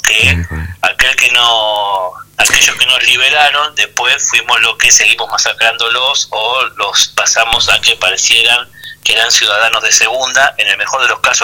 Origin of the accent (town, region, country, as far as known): Argentina